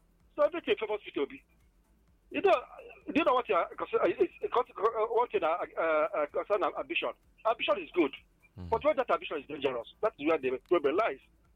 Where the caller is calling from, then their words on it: Obunka, Anambra, Nigeria; And I come from Obunka in Anambra State.